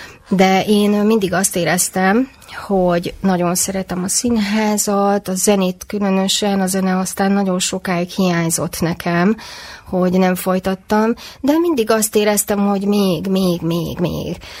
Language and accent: Hungarian; Pécs, Baranya, Hungary; én ugye nagyon sokat minisztráltam gyerekkoromban. Pécsett a Székesegyházban.